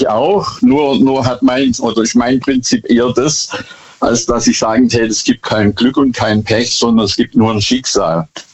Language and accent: German; Bad Boll, Baden-Württemberg, Germany; Hallo, hier ist … ich komme aus Bad Boll.